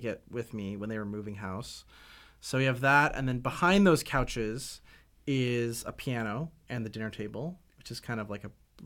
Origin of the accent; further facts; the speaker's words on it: Calgary, Alberta, Canada; Calgary, Alberta, where I'm from.